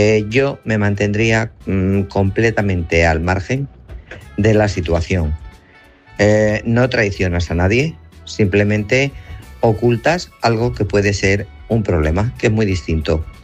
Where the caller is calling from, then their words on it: Guadalajara, Castilla-La Mancha, Spain; de Guadalajara